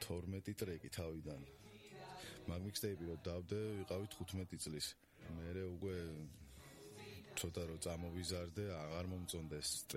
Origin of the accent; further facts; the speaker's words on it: Tskaltubo, Imereti, Georgia; born there; also born or lived in Tekali, Lentekhi district (Svaneti); იმიტომ რომ თეკალში გავიზარდე, მესამე კლასში ვიყავი, მეოთხეში გადამსვლელში, სადაც როცა გადმოვედი წყალტუბოში ჩემი ოჯახი